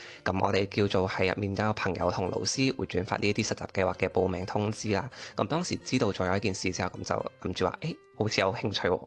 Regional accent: Macau; now in Shanghai, China; 咁我系嚟自澳门嘅。

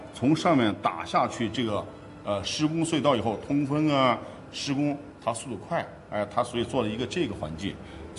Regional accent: China; 所以这个相册就特别代表着100年前我们中国人很难修这么一个铁路的一个艰辛过程

